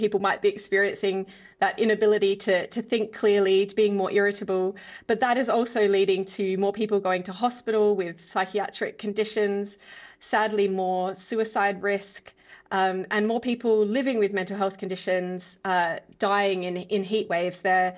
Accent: Adelaide, South Australia, Australia; moved away; I'm from Adelaide in Australia. There has always been extreme heat there, so I grew up with it, but it is getting worse there, like everywhere.

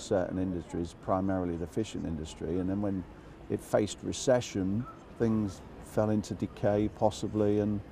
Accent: Hull, Yorkshire and the Humber, United Kingdom; born or raised there

